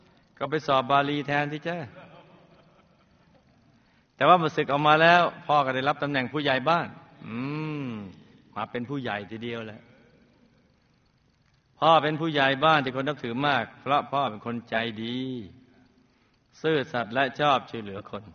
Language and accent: Thai; Nakhon Phanom, Thailand; born there; เกิดที่จังหวัดนครพนมในครอบครัวชาวนาเจ้าค่ะกระดูกสันหลังของโลกมีพี่น้อง8คนตัวลูกเป็นคนที่หนึ่งลูกมีชีวิตที่ลำบากมาตั้งแต่เด็กๆ